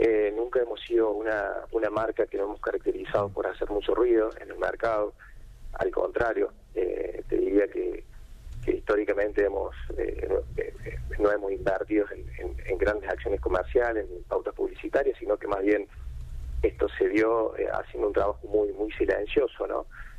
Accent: Córdoba, Argentina; Nosotros somos de Alta Córdoba, seguimos estando donde nacimos, sí.

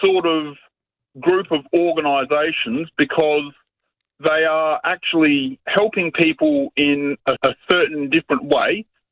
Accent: Australia; it they peddle the fact that we're an Australian business, but yet it's rather interesting how they're not earning their keep the way that I see it, mate

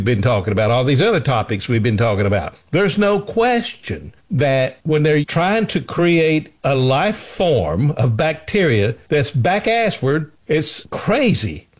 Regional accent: Sand Mountain, Alabama, United States; I grew up in Northeast Alabama. He'd bring them out of Chattanooga, Tennessee. I grew up on Sand Mountain.

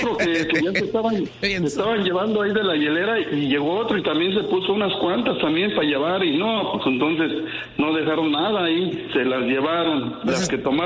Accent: Tepatitlán, Jalisco, Mexico; De Los Altos, mi preciosa zapatilla.

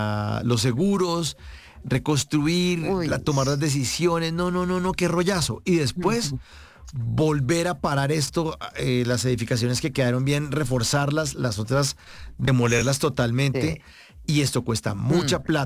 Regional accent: Uruguay; now in Cali, Colombia; soy de origen uruguayo, pero estoy radicado en Cali.

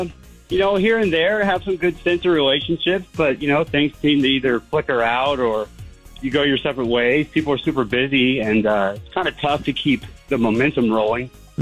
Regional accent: Fort Worth, Texas, United States; I'm 38. I'm from Fort Worth. Grew up in Texas, native Texan

